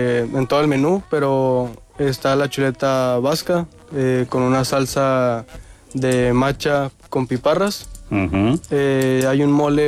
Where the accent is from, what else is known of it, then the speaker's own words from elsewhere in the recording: Mexico; para como mexicanos, es una identidad